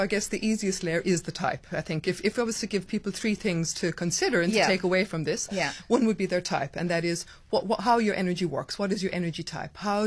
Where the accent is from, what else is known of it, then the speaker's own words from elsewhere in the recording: Killarney, Munster, Ireland; moved away as an adult; also born or lived in South Africa; So I grew up in Ireland, the southwest of Ireland.